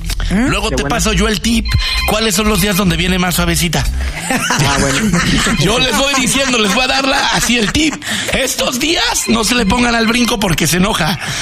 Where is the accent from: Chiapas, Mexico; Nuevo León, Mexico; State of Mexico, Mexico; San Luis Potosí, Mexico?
State of Mexico, Mexico; Atizapán; Es como yo soy de Atizapán, hago perfecto juego con el Daniel López.